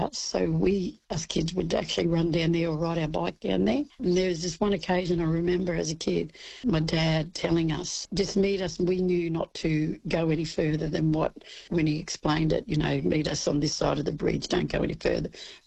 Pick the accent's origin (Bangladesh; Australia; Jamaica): Australia; Cunnamulla, Queensland; I am from Cunnamulla, and Cunnamulla, or the word Ulla, means big waterhole.